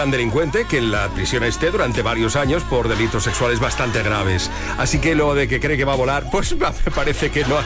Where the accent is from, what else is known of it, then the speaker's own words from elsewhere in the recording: Sitges, Catalonia, Spain; se hace en mi pueblo en Sitges también.